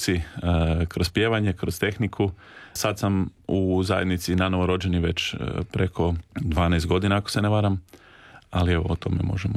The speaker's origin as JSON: {"language": "Croatian", "town": "Rijeka", "region": "Primorje-Gorski Kotar County", "country": "Croatia", "tie": "born there"}